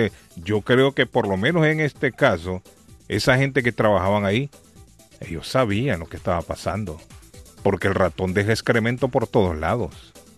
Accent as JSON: {"language": "Spanish", "country": "Honduras", "moved": "yes", "said": "Pero en mi país, en Honduras"}